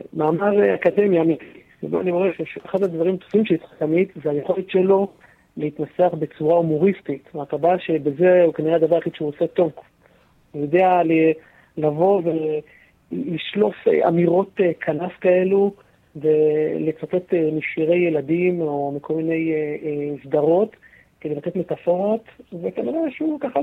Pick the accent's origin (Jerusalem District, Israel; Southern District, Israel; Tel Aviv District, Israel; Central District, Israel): Tel Aviv District, Israel; Bat Yam; איפה שגדלתי בבת ים